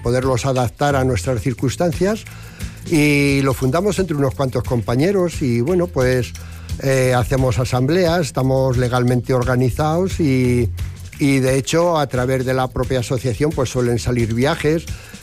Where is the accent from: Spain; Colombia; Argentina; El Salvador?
Spain; Briviesca, Castile and León; por mi pueblo, por Briviesca